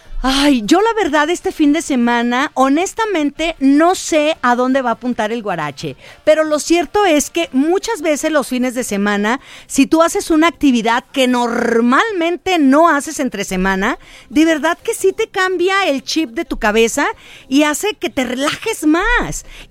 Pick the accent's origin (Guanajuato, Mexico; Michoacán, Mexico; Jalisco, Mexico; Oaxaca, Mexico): Jalisco, Mexico; Autlán; moved away; yo me regreso a mi pueblo y yo me acuerdo que, sobre todo en vacaciones, era de irse a la unidad deportiva, era de irnos en Autlán.